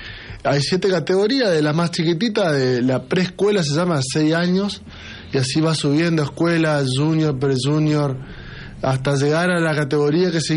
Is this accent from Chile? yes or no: no; Santa Fe, Argentina; es algo que en el norte santafesino nos apasiona.